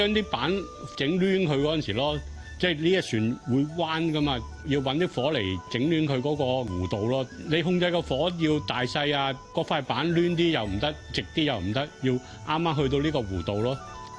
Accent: Tai O, Hong Kong; 大澳人嚟嘅，土生土長喺呢度出世嘅。

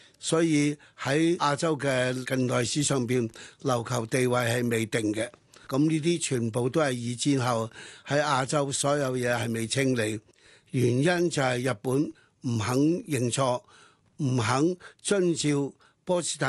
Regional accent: Hong Kong; 我哋香港人挨咗3年8個月日本人嘅佔領嘅殘害

